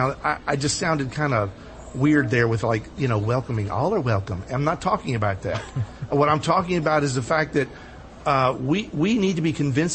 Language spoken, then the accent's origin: English; United States; born or raised there